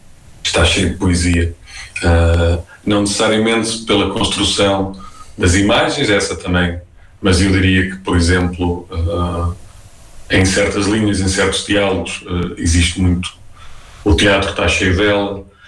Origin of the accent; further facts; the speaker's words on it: Guarda, Centro, Portugal; now in Porto, Portugal; eu próprio já sou uma pessoa que chegou ao Porto, né? Não sou nativo do Porto, sou da Guarda, portanto, também houve uma altura que eu tive que fazer esta vinda.